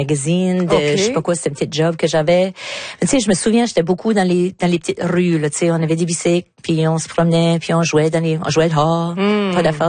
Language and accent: French; Moncton, New Brunswick, Canada; accent: south-east New Brunswick; also born or lived in Toronto; now in Shediac, Canada; de me demander où je suis née, puis de dire Toronto, c'est pas parce que je viens de l'Ontario. Mes parents, c'est des gens d'ici. Mais mon père avait pris un job pendant une certaine période de temps, 5 ans, avant qu'on soit redéménagé ici à Moncton